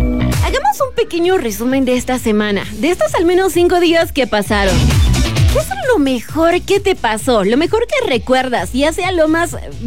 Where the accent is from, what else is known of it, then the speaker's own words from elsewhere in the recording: Bolivia; Señores, todos los que somos de Bolivia sabemos que este es un gran logro. Porque sabes que en Cochabamba las filas están tremendas y fue todo un logro, definitivamente.